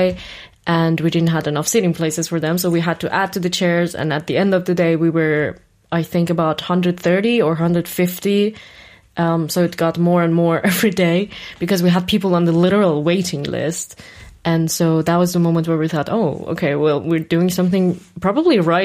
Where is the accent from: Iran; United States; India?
Iran; now in Halle, Germany; Like, so I live in Halle, right? And I'm from Iran, and I used to do theater back in Iran as a child growing up.